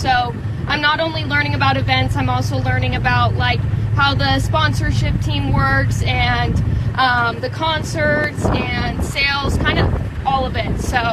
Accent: Arapahoe, Nebraska, United States; from Arapaho, and I am the events and entertainment intern for the State Fair this summer.

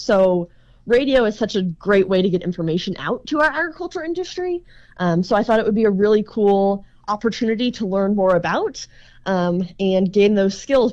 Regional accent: St. Charles, Missouri, United States; moved away as an adult; now in Lincoln, United States; I'm originally from St. Charles, like you said, where I grew up on a corn and soybean farm.

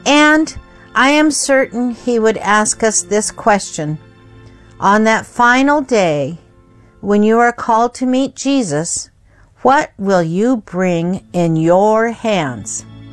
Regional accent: Kobe, Hyogo, Japan; I am the fourth child. I was born in Kobe, Japan, and always considered Japan my home. I like to tell people I was made in Japan.

